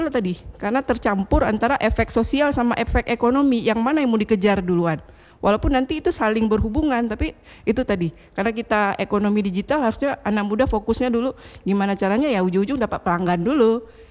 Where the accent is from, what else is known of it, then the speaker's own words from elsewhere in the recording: Aceh, Indonesia; sesama kita orang Aceh